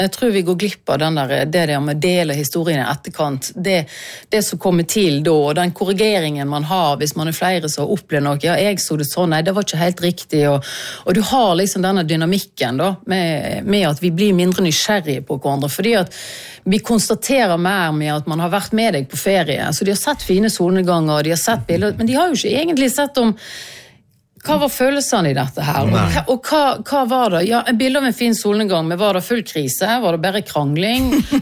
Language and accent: Norwegian; Vestland, Norway; Ja, jeg er jo stril, sant? Så jeg prøver jo å holde på språket.